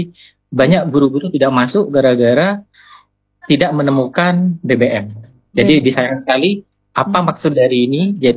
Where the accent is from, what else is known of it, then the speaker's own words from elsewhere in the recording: Sampang, East Java, Indonesia; Iya, saya dari Sampang Kota, yang mana tiap hari itu kan ngajarnya di Pulau Mandangin.